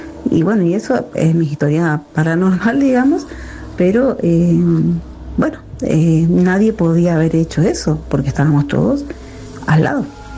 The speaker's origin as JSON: {"language": "Spanish", "region": "Corrientes", "country": "Argentina", "tie": "born there", "also_born_or_lived": "Chos Malal, Neuquén", "moved": "yes", "said": "También en la casa de la infancia, que era en Corrientes Capital."}